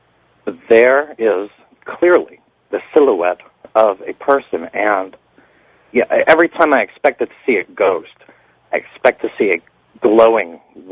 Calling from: New York City, New York, United States; from Brooklyn, New York.

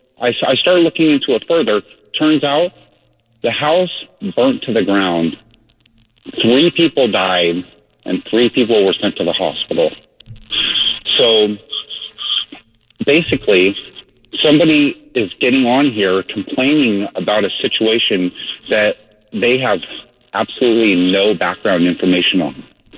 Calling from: Salem, Oregon, United States; I live about 20 miles west of Salem, and in a small community of about 15,000 people.

